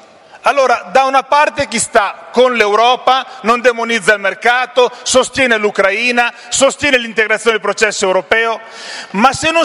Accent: Modena, Emilia-Romagna, Italy; quando sono cresciuto io a Modena

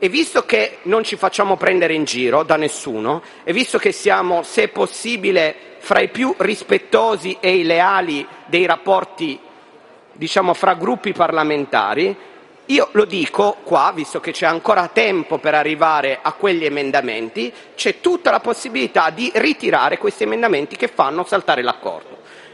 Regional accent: Turin, Piedmont, Italy; Lo dico da torinese

